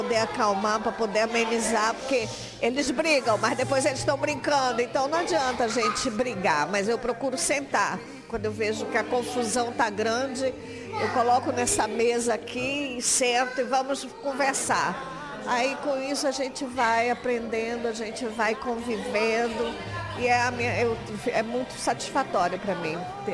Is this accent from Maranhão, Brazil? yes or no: yes; São Luís, Maranhão, Brazil; moved away as an adult; also born or lived in João Pessoa, Paraíba; now in Lisbon, Portugal; eu sou de São Luís do Maranhão, mas era em João Pessoa que eu dava aula.